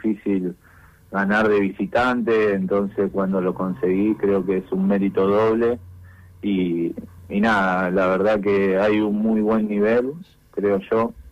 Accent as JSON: {"language": "Spanish", "town": "Berazategui", "region": "Buenos Aires Province", "country": "Argentina", "tie": "born there", "lives_now": "San Isidro, Argentina", "said": "Sí, yo nací ahí, pero ahora estoy erradicado en San Isidro, en zona norte."}